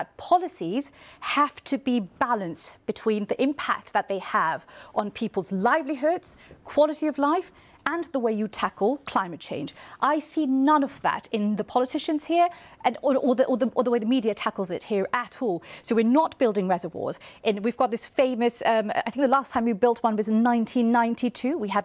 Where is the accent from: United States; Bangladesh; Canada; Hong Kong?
Bangladesh; now in United Kingdom; me being an immigrant, but I come from Bangladesh. I grew up there.